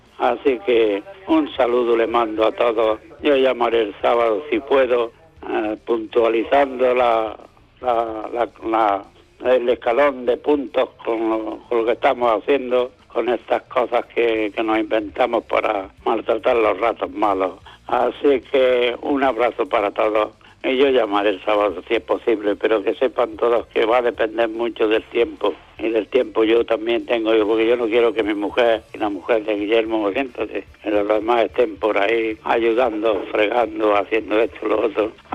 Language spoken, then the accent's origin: Spanish; Almuñécar, Andalusia, Spain